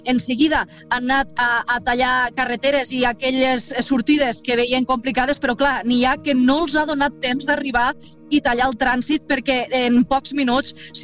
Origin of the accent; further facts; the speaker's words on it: Amposta, Catalonia, Spain; Jo, per exemple, soc d'Amposta, i sortir d'Amposta ha estat tota una aventura